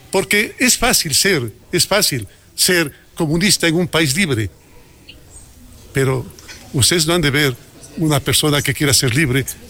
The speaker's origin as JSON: {"language": "Spanish", "country": "Ecuador", "said": "como buenos ecuatorianos, ayudamos a rescatar la institucionalidad."}